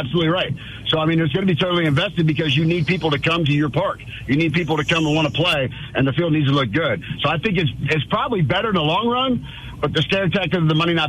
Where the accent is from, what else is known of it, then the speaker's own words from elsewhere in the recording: Vero Beach, Florida, United States; In my hometown of Vero Beach